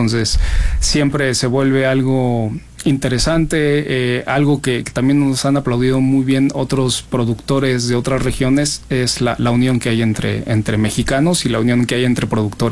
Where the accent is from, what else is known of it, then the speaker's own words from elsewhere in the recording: Mexico; No, es que somos mexicanos y él está en su momento de que tiene que explicar